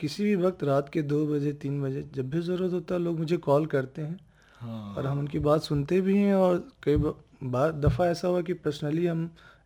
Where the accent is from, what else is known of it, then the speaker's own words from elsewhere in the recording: Muzaffarpur, Bihar, India; moved away as an adult; also born or lived in Delhi; मेरा पैतृक जिला मुजफ्फरपुर हुआ